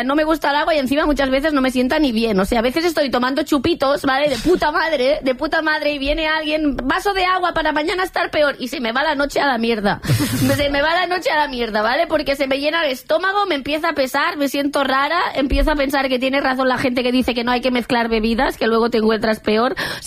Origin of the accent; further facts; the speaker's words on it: Catalonia, Spain; Yo bebo agua porque soy catalana, ¿vale?